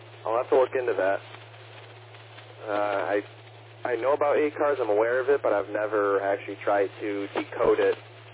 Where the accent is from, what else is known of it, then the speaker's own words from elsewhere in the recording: New York, United States; I'm from the Finger Lakes region of New York State.